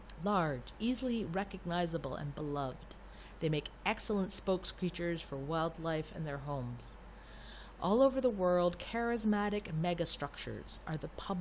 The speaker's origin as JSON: {"language": "English", "town": "Toronto", "region": "Ontario", "country": "Canada", "tie": "born or raised there", "said": "In my hometown in Toronto"}